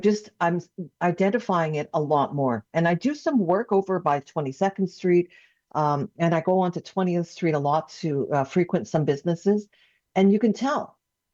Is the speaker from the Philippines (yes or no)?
no; Saskatoon, Saskatchewan, Canada; I was from Saskatoon